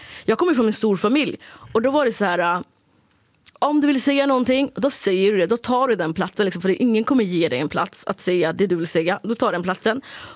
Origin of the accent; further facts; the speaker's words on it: Sweden; born there; now in Stockholm, Sweden; det var en krock för mig när jag kom till Sverige när jag var yngre